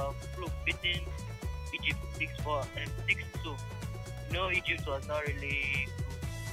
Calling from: Nigeria; calling from Lakwe.

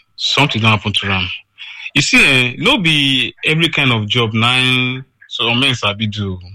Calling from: Ikorodu, Lagos, Nigeria; I'm here from Ikorodu.

